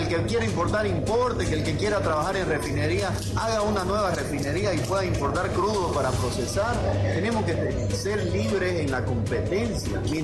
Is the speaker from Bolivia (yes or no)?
yes; Bolivia; pero ya es una otra opción más que tenemos como bolivianos.